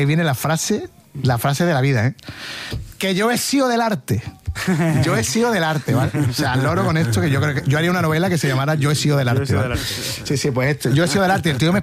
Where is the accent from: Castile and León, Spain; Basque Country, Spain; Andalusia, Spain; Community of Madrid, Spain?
Andalusia, Spain; Jerez de la Frontera; Y digo, yo soy de Jerez.